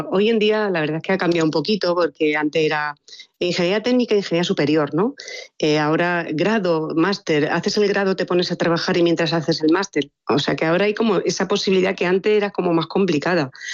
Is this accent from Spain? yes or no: yes; Málaga, Andalusia, Spain; moved away as an adult; also born or lived in Granada; now in Madrid, Spain; yo soy andaluza, soy granaína, pero criada en Málaga y estudio en Madrid.